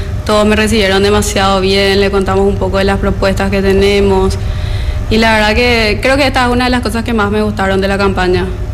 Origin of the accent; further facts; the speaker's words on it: Luque, Central, Paraguay; Yo soy de Laurelte